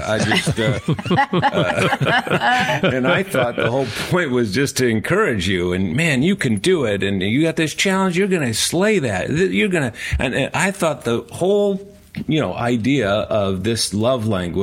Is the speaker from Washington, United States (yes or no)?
no; Boston, Massachusetts, United States; and I grew up in Boston, by the way, where we dropped our R's. I've corrected the way I speak